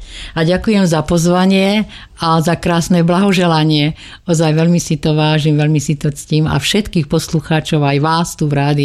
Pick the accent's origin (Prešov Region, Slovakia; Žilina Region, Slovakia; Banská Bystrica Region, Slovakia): Banská Bystrica Region, Slovakia; Koritárky; u nás na Koritárka a vôbec na Podpolaní je známe, že my si vlastne uchovávame tie tradície aj do súčasného obdobia.